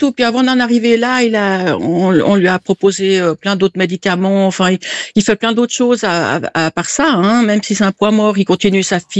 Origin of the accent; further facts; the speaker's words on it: Italy; Il est chez nous en Italie. Non, il est là en Italie.